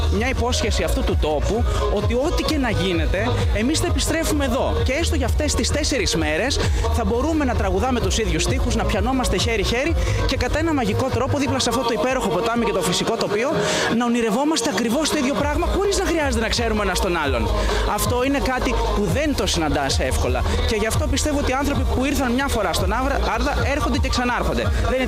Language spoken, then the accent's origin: Greek; Mandra, Eastern Macedonia and Thrace, Greece; Κατάγομαι από ένα χωριό της Ξάνθης στη Μάνδρα. Είναι ένα μικρό μικρασιατικό χωριό στον κάμπο κοντά στη θάλασσα. Θρακιώτης συνεχίζω να είμαι από επιλογή, φανατικά.